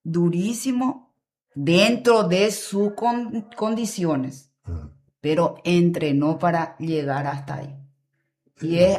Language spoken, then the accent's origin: Spanish; Asunción, Paraguay; Asunción.